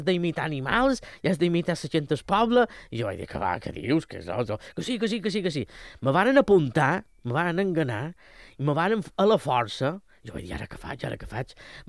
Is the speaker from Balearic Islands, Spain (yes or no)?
yes; Banyabufar, Balearic Islands, Spain; El meu poble, Banyabufar, som un poquet més originals, no fem karaokes, sinó que fem la nit de varietés.